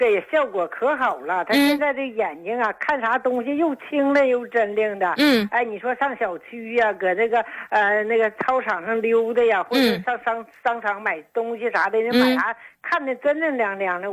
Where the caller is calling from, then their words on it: Shenyang, Liaoning, China; 我是沈阳的，